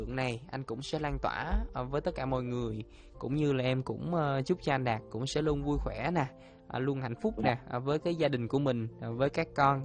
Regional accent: Dong Thap, Vietnam; Đồng Tháp quê em thì nhiều bài hát hay lắm.

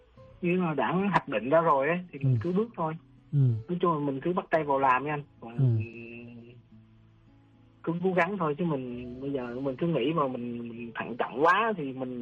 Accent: Phan Thiết, Bình Thuận, Vietnam; Em thì ở Phan Thiết rồi nè.

